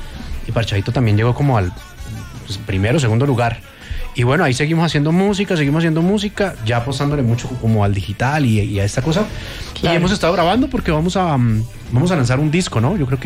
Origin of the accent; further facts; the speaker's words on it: Bucaramanga, Santander, Colombia; now in Bogotá, Colombia; Bucaramanga, y cuando llegamos de Bucaramanga a Bogotá, que llegamos aquí en el 2007, en 2008 empezó, no pasa nada. Ahí llegamos a vivir todos a una sola casa